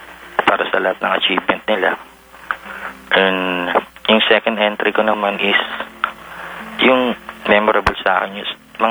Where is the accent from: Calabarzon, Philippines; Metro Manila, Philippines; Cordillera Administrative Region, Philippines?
Metro Manila, Philippines; Quezon City; QC din, QC.